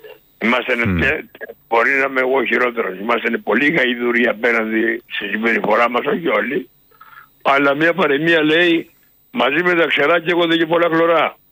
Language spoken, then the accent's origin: Greek; Corfu, Ionian Islands, Greece; born or raised there